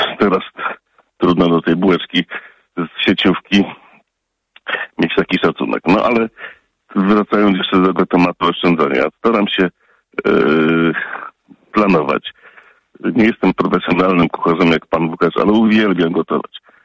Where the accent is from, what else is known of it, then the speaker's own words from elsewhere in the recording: Katowice, Silesian Voivodeship, Poland; now in Lubusz Voivodeship, Poland; ja wychowałem się na Śląsku, rodziłem się w Katowicach. Moja rodzina jest śląska, a ojciec z Wołynia.